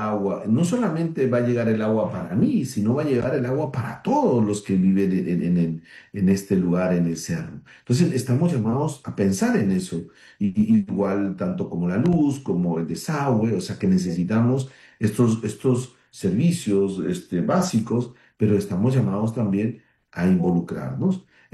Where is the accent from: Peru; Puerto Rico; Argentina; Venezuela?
Peru; somos todos peruanos.